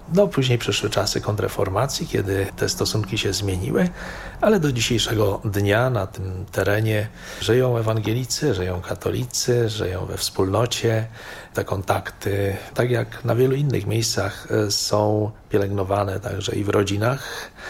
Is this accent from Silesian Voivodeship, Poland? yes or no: yes; Skrbeńsko, Silesian Voivodeship, Poland; moved away as an adult; now in Zgierz, Poland; Pochodzę z Górnego Śląska, z parafii ewangelickiej w Gołkowicach. Na jej terytorium jest taka niewielka wioska, która nazywa się Skrbeńsko, przy granicy z Czechami w tej chwili. To jest to moje rodzinne